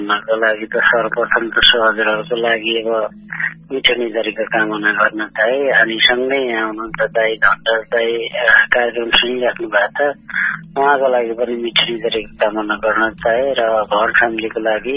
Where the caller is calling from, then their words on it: Irkhu, Bagmati, Nepal; हजुर यता इर्खु